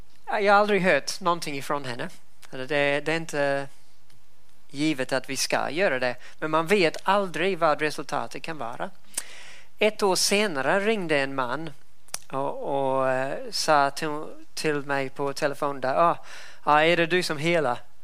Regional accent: New Zealand; sen nämnde hon mitt hemland Nya Zeeland, och det var en diskussion om dödshjälp

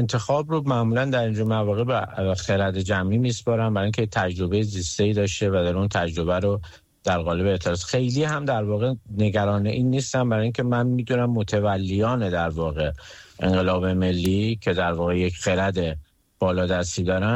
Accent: Iran; به عنوان یک ایرانی

